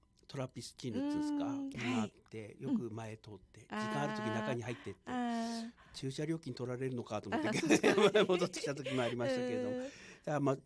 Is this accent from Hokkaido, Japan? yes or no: yes; Nishiokoppe, Hokkaido, Japan; 僕のふるさと西横っぺから少し車で移動いたしますと、